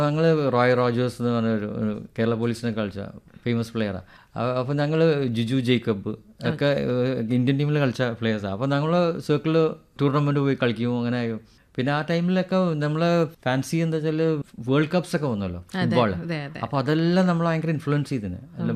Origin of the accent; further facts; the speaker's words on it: Kerala, India; ഞങ്ങൾ ശരിക്കും മലബാറി പ്രോപ്പർ മലബാറി തന്നെയാണ് ബോൺ ആൻഡ് ബ്രോട്ട് അപ്പ്.